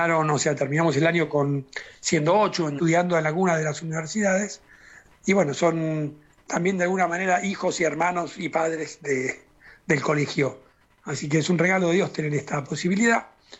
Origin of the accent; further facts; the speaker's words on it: Morón, Buenos Aires Province, Argentina; yo soy de Morón … de la diócesis de Villa María